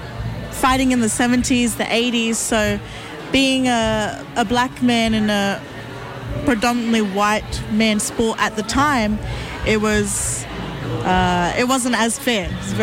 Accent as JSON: {"language": "English", "town": "Campbelltown", "region": "New South Wales", "country": "Australia", "tie": "born or raised there", "said": "I was born and raised on Darul Land out Campbelltown, Sydney, Australia. And I'm a proud Gamilaroi woman."}